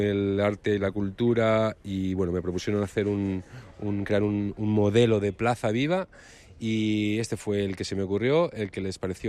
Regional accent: Bilbao, Basque Country, Spain; also born or lived in Scotland; now in Menorca, Spain; Yo vengo de Bilbao.

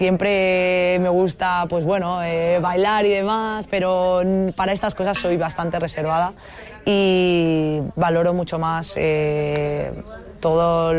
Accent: Balearic Islands, Spain; presión nos quitamos porque evidentemente somos cuatro mallorquinas y muchísima gente nos escribe y estamos en nuestra casa

